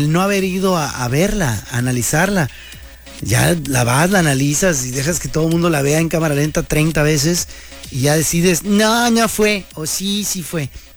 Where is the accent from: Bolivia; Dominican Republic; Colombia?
Colombia; accent: Colombian; hasta venía yo aquí con mi acentito colombiano, ¿no?